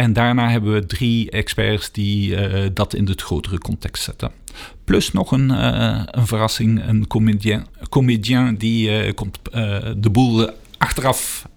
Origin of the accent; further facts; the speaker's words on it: Essen, Flanders, Belgium; moved away as an adult; also born or lived in Cameroon / Putten; Ik ben Brabander. Ah, ja, ik kom van Essen. Ik ben 20 jaar in Essen opgegroeid vooraleer. Ik ben uitgewaaid naar Cameroen, terug naar Putten.